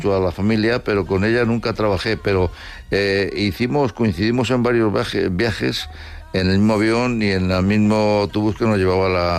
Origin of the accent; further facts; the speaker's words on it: Madrid, Community of Madrid, Spain; Quizás, bueno, la verdad que yo soy de Madrid